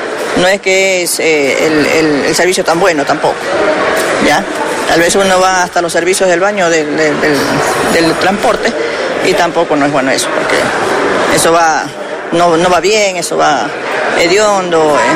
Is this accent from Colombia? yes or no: no; Guayaquil, Guayas, Ecuador; No, yo soy de Guayaquil, pero estoy viviendo aquí.